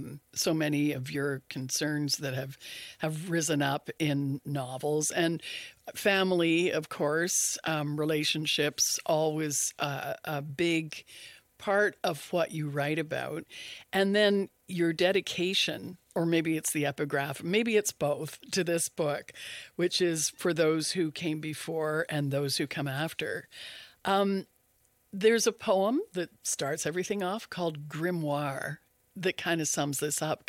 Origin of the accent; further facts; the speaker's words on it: Ottawa, Ontario, Canada; And I think I came from Ottawa, Algonquin territory, and I used to hear Ti Jean, Little Jean would be.